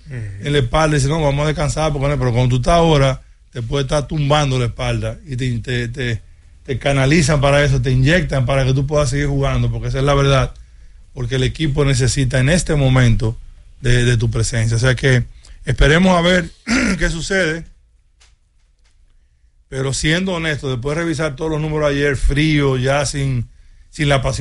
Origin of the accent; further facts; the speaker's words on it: Dominican Republic; nosotros dominicanos